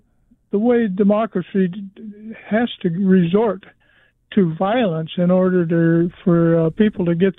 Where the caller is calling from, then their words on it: Yucca, Arizona, United States; in Yucca.